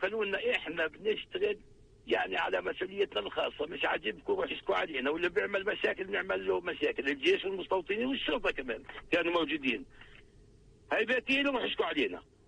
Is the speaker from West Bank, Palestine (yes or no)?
yes; West Bank, Palestine